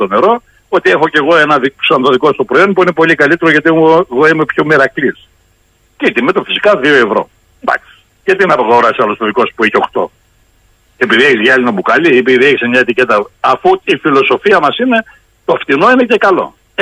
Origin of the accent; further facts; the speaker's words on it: Thessaly, Greece; Εγώ ζω σε μια περιφέρεια, η οποία είναι στερά Ελλάδα, αλλά το χωριό μου γεωγραφικά είναι μέσα στη Θεσσαλία.